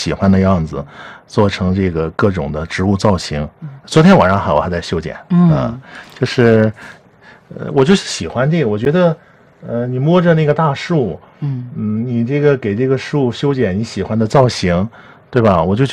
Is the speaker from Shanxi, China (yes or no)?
yes; Shanxi, China; 尤其我来自山西啊